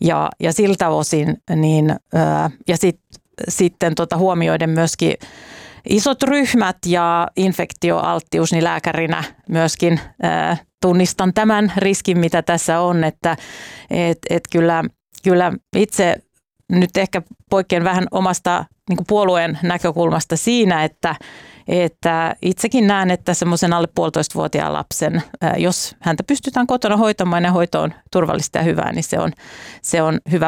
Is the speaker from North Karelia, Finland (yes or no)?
no; Espoo, Uusimaa, Finland; No, mun täytyy sanoa, itse tulen Espoosta